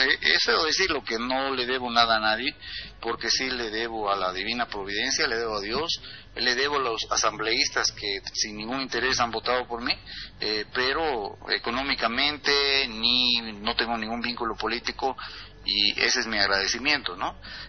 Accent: Sucre, Chuquisaca, Bolivia; moved away as an adult; now in Beni, Bolivia; nací en Sucre, estudié en el Colegio Sagrado Corazón, estudié Derecho en la Universidad de San Francisco Javier, acá de Chuquisaca. Conozco una veniana que me conquista el corazón y me lleva al Beni, y ahí me quedé a ejercer mi profesión durante todos estos años.

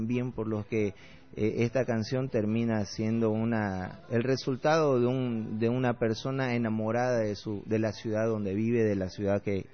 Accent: Santa Cruz de la Sierra, Santa Cruz, Bolivia; also born or lived in Sucre, Chuquisaca; Yo nací en Sucre, en Chuquisaca. De muy chiquitito nos vinimos con toda mi familia a Santa Cruz. Y bueno, sí, a mí me tocó conocer la Santa Cruz de los Arenales, fuera del Cuarto Anillo.

